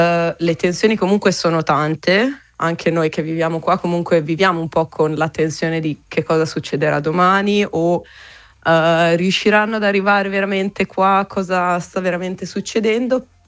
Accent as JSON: {"language": "Italian", "town": "Modena", "region": "Emilia-Romagna", "country": "Italy", "said": "per me che vengo da Modena"}